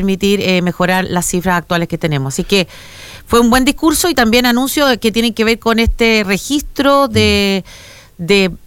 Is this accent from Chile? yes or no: yes; Chile; nosotros como chilenos tenemos derechos, pero también tenemos deberes.